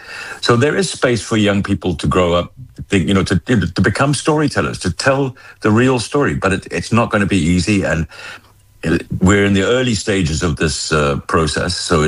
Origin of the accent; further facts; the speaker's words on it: South Africa; Yes, then I would return home, obviously, because I'm South African and I've always been South African.